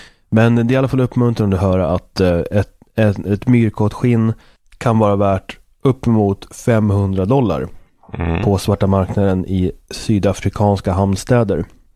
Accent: Uppsala, Uppsala County, Sweden; Där jag kommer ifrån så är tatueringar, förutom då om man har en onkel som har varit till sjöss, så är tatueringar totalt oacceptabelt.

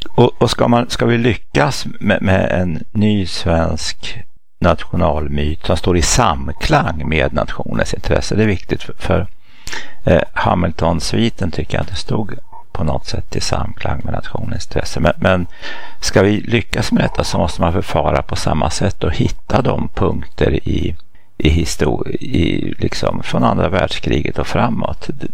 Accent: Sweden; Det funkade på mig till exempel. Fast jag var svensk, det var mina hövdingar.

